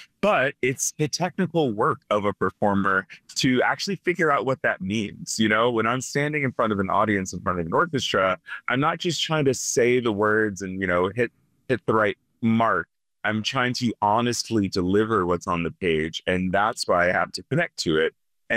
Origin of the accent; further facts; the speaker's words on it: Orlean, Virginia, United States; I've only performed once in my hometown in a tiny village, Orlean, Virginia.